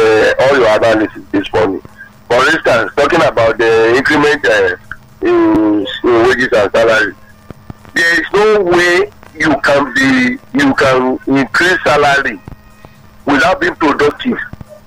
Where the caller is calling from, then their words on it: Oba, Nigeria; Yeah, from Oba.